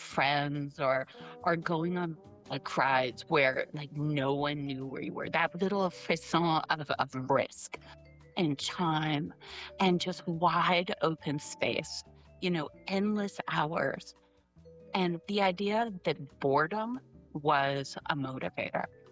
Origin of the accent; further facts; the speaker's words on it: Kansas City, Missouri, United States; born there; I was born in Kansas City, Missouri. I am, in many ways, the quintessential Gen X.